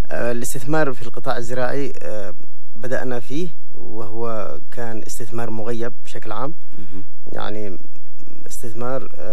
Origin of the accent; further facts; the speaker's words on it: Yemen; فبطبيعتنا إحنا كيمنيين إحنا مجتمع زراعي